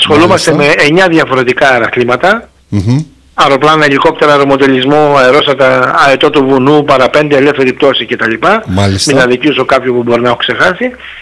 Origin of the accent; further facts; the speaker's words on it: Greece; Και εμείς είμαστε μια χώρα μεσαίο μεγέθους, θα μπορούσα να πω, στα Βαλκάνια.